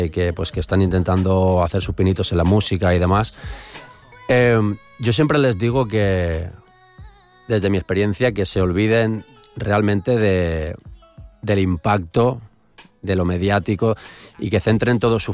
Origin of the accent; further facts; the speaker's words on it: Valencian Community, Spain; Soc valencià, soc valencià. Podem parlar valencià